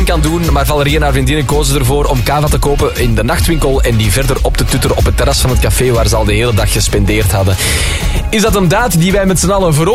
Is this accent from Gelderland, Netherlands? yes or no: yes; Erichem, Gelderland, Netherlands; Het is niet omdat ik uit Erichem kom, oorspronkelijk, maar dat ik Gita haar bericht uit Erichem wel begrijp.